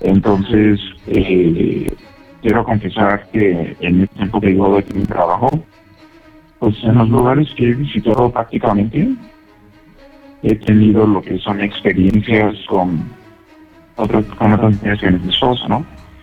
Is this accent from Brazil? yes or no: no; Coahuila, Mexico; Claro, tengo los 30 años y soy de aquí de Coahuila.